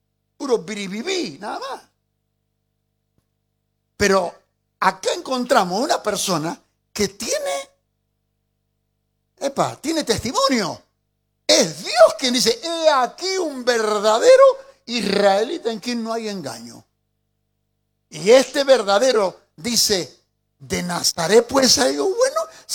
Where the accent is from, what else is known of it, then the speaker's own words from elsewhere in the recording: Argentina; cuando me toca viajar al extranjero y ahí nomás me sacan que soy argentino